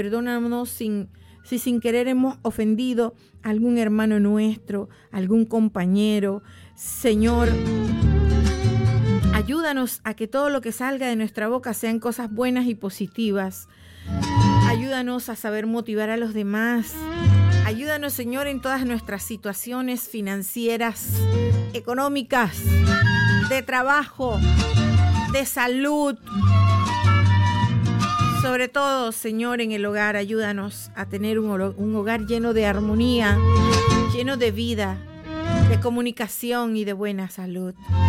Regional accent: Chitré, Herrera, Panama; moved away; por allá, por mi tierrita hermosa

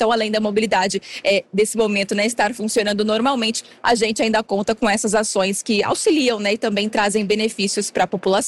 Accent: Rio de Janeiro, Brazil; now in Pernambuco, Brazil; eu sou carioca, mas moro em Pernambuco há 25 anos. Então é de coração. Eu sou meio lá, meio cá.

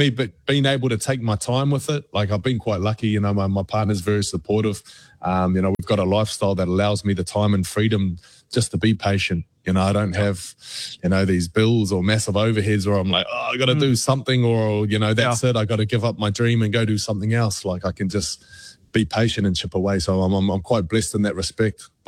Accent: Auckland, New Zealand; Like, I'm from Auckland, you know. I spent my weekends growing up in Otara. I lived in Howick. I lived, you know, I'm an East Side boy.

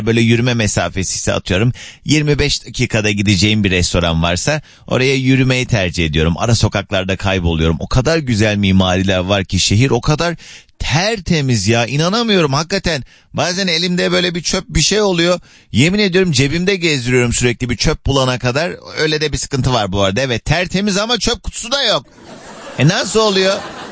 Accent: Kars, Turkey; Bakü benim hem ata toprağım, Karslıyım biliyorsunuz ama işte kökenim Azerbaycan.

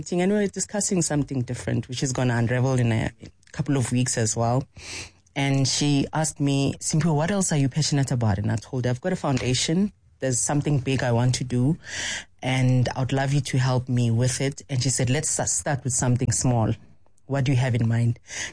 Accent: Alexandra, Gauteng, South Africa; I'm from Alex, you know?

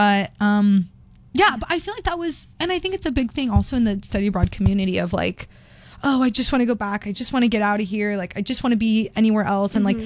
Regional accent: Sacramento, California, United States; I'm from Sacramento, so it was, like, a bit of a change.

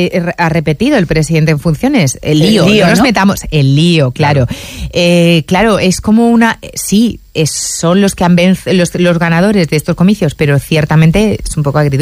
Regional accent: Gibraleón, Andalusia, Spain; mi pueblo, que ha sido un feudo de toda la vida del PSOE, pues ayer venció al Partido Popular. Gibraleón

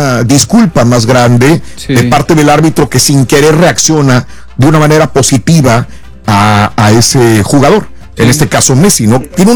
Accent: Mexico; Como hay mexicanos que somos

